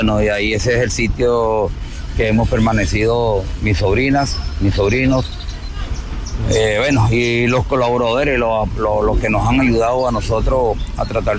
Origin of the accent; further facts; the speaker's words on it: San Rafael de Onoto, Portuguesa, Venezuela; yo vengo de San Rafael de Onoto, estado Portuguesa, a tratar de rescatar al cuerpo de mi hermano